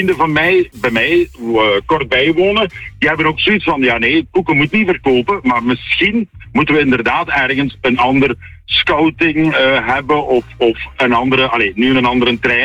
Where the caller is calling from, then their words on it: Flanders, Belgium; Ik kom van Limburg.